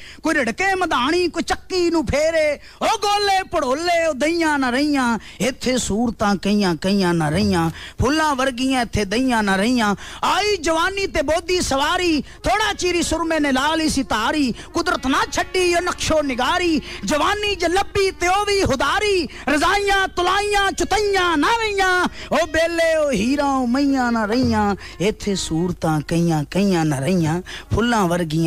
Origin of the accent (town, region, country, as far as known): Pakistan